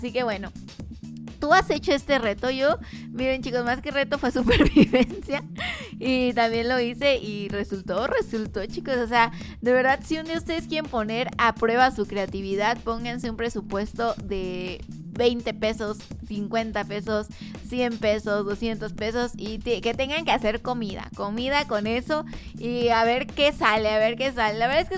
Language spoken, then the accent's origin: Spanish; Zamora, Michoacán, Mexico; somos zamoranos.